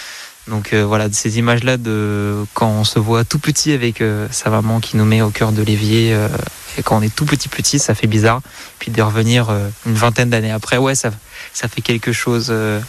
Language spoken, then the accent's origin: French; Besançon, Bourgogne-Franche-Comté, France; Je viens de Besançon, dans l'est de la France.